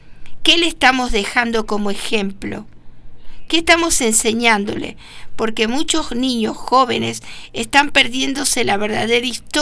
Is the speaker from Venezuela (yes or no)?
no; Argentina; Nosotros los argentinos